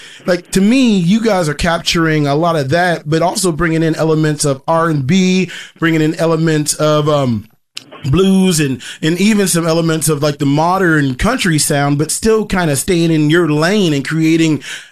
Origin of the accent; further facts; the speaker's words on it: West Virginia, United States; And growing up in West Virginia, like in Appalachia, I was exposed to that constantly.